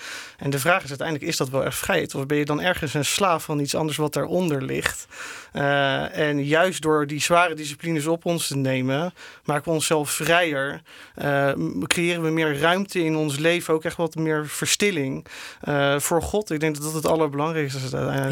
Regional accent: The Hague, South Holland, Netherlands; moved away as an adult; now in Hoeven, Netherlands; ik woon samen met mijn vrouw Anouk en onze twee kinderen sinds kort eigenlijk in Hoeve. Ik kom oorspronkelijk uit Den Haag, dus ik ben nog aan het landen in het mooie Brabant.

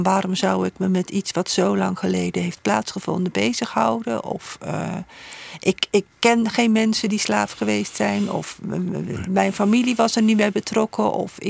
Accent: Netherlands

